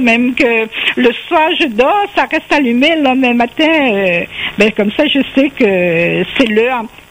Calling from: Réunion; Nous, la Réunion, étant donné que c'est une petite pointe.

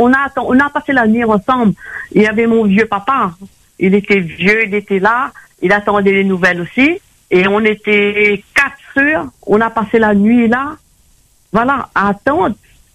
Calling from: Saint-Denis, Réunion; moi j'appelle de Saint-Denis.

